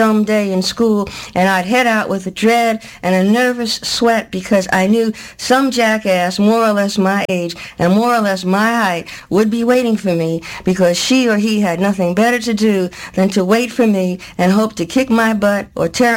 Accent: Brooklyn, New York, United States; but I'm black, and I come from Brooklyn, and I grew up fighting, and I grew up and I got out of Brooklyn

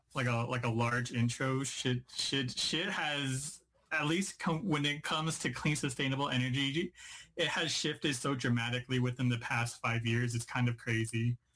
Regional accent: Navajo Nation, Southwest, United States; I'm from the Navajo Nation.

